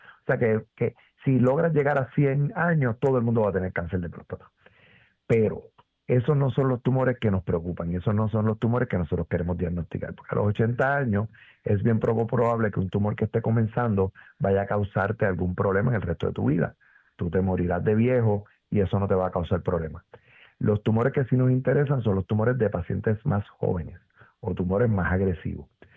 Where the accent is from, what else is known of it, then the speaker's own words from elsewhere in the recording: Puerto Rico; Los puertorriqueños tenemos una incidencia, somos los latinos, con la incidencia de cáncer de próstata más alta